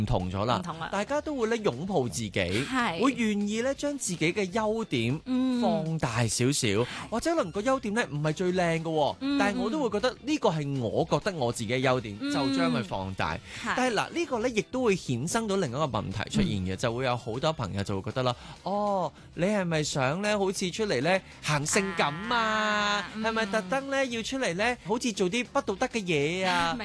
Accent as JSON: {"language": "Cantonese", "country": "Hong Kong", "said": "我哋香港人"}